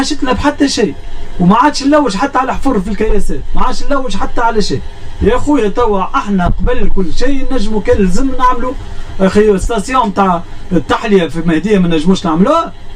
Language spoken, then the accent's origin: Arabic; Tunisia; أنا ما نخرجش من تونس وليت